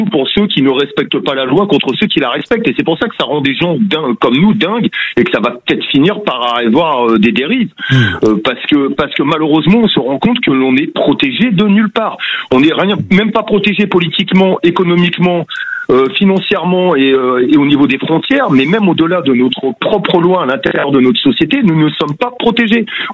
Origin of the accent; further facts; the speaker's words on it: France; Et on a l'impression, en tant que Français, que l'État de droit n'est pas là pour nous protéger